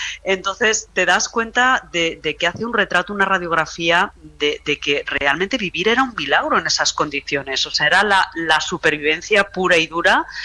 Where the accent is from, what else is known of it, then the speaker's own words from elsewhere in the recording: Zaragoza, Aragon, Spain; now in France; Así es, soy maña, sí.